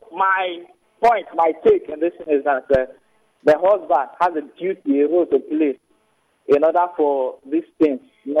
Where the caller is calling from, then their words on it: Port Harcourt, Rivers, Nigeria; I'm calling from Port Harcourt.